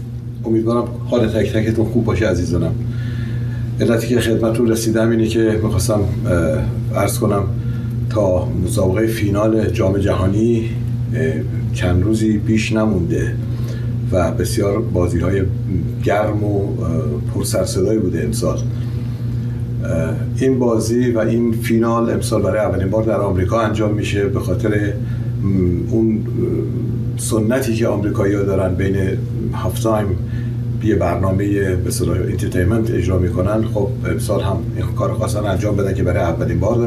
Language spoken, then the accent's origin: Persian; Iran; به عنوان یک ایرانی